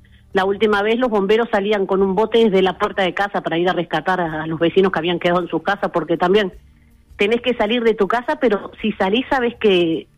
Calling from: San José de Mayo, San José, Uruguay; de San José de Mayo.

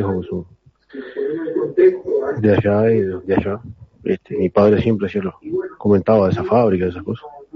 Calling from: San Ramón, Canelones, Uruguay; de San Ramón. Mi familia toda de Cardal, somos allá. Y bueno, mis viejos son de allá.

